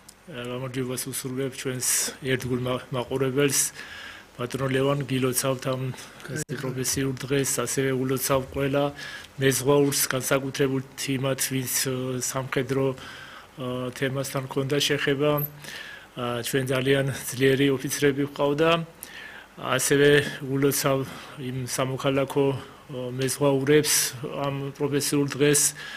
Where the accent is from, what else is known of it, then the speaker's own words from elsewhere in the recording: Western Georgia, Georgia; მე თვითონ დასავლეთიდან ვარ